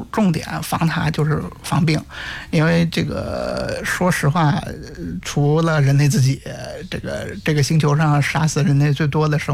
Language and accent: Chinese; Henan, China; 咱们是河南的对吧，我平时在郑州